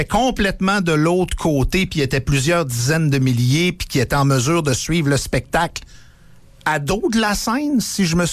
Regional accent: Quebec, Canada; now in Quebec City, Canada; parce que je viens du Saguenay-Lac-Saint-Jean

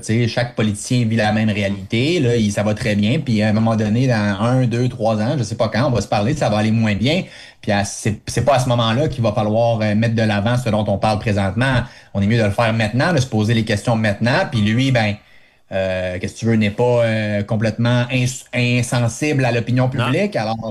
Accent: Canada; au Canada, en tant que Canadien

